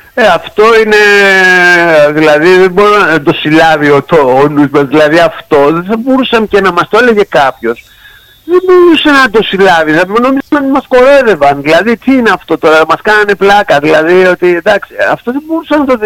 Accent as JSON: {"language": "Greek", "town": "Kiato", "region": "Peloponnese", "country": "Greece", "moved": "yes", "lives_now": "Athens, Greece", "said": "είμαστε όλοι από το Κιάτο και βρισκόμαστε εδώ στο Κιάτο, εγώ έχω τα τελευταία χρόνια ζούσα στην Αθήνα, αλλά τα καλοκαίρια είμαι εδώ"}